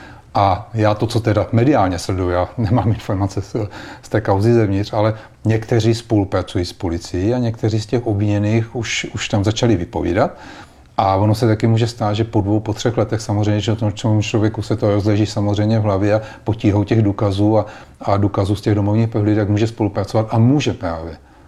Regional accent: Brno, South Moravian Region, Czechia

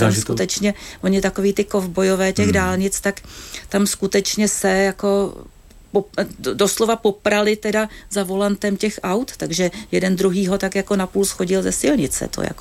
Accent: Russia; now in United Kingdom; A musela jsem teda vysvětlovat, proč teda nejsme Rusové a jak to, že nejsme Rusové, když jsme z Ruska.

